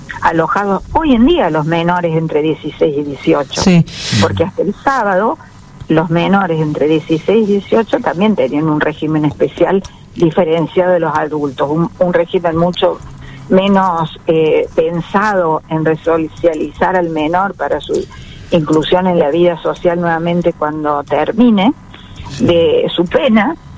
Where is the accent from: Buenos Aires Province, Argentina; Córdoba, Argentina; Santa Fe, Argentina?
Córdoba, Argentina; yo por ejemplo soy cordobesa